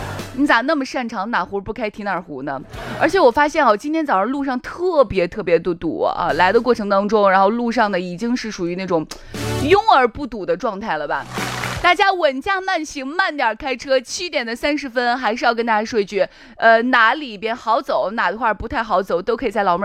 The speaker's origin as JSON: {"language": "Chinese", "region": "Shaanxi", "country": "China"}